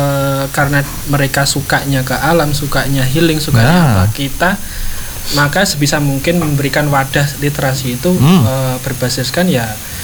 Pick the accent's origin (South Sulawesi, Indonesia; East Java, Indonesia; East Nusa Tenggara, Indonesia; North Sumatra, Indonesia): East Java, Indonesia; Magetan; Saya sendiri kalau merantau itu mesti ngakunya dari Madiun, bukan Madiun. Dari Magetan gitu.